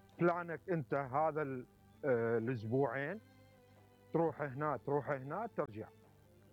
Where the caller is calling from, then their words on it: Germany; من ألمانيا.